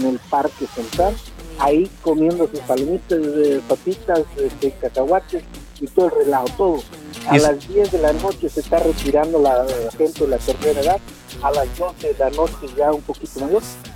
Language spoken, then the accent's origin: Spanish; Peto, Yucatán, Mexico; soy de Peto.